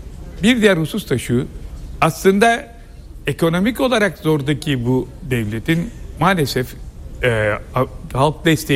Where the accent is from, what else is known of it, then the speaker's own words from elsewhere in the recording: İzmir, Turkey; Bir İzmirli olarak